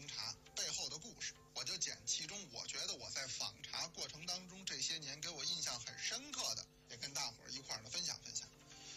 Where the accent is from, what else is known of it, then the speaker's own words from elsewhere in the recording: Beijing, China; 我是北京人，我要为我的家乡多说两句。我的家乡爱喝一种茶，叫做茉莉花茶。